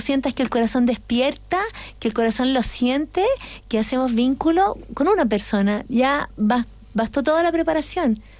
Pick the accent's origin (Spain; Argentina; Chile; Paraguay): Chile; A veces nosotros chilenos estamos sentados, estamos acostumbrados, estamos acomodados